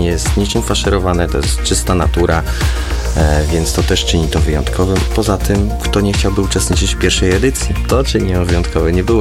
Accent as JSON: {"language": "Polish", "region": "Lower Silesian Voivodeship", "country": "Poland", "said": "odbywa się u nas, na Dolnym Śląsku, najpiękniejszym województwie według mnie."}